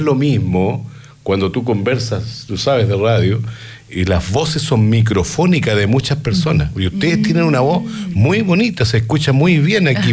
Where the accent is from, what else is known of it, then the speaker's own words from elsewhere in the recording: Chile; como decimos acá en Chile, muy cersi.